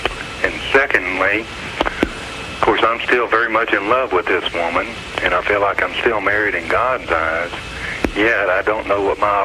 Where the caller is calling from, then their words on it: Texas, United States; I'm from Texas.